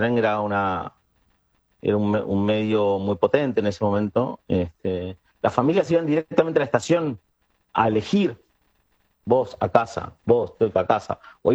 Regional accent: Buenos Aires, Argentina; also born or lived in Rosario, Argentina; un barrio acomodado de la ciudad de Buenos Aires, dijera Pocitos, no sé, un lugar así. Y yo crezco ahí, negro, pero blanco. Una familia con poder adquisitivo, un departamento alfombrado, con losa radiante

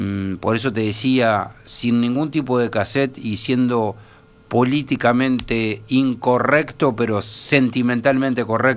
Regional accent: Uruguay; es lo que sentimos todos los uruguayos

